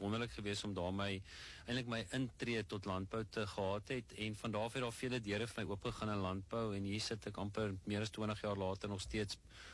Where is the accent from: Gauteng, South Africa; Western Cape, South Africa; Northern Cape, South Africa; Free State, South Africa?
Free State, South Africa; Virginia; born or raised there